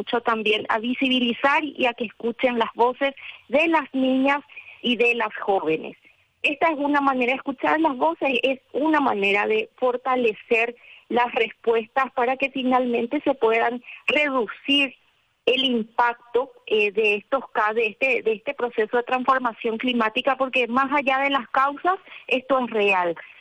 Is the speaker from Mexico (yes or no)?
no; Paraguay